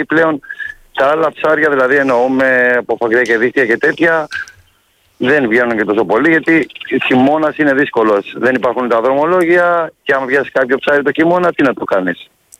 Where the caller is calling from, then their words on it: Halki, South Aegean, Greece; από Χάλκη, το Δεκανήσου.